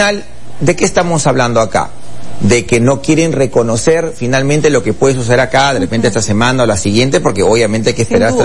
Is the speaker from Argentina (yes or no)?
no; Peru; porque somos peruanos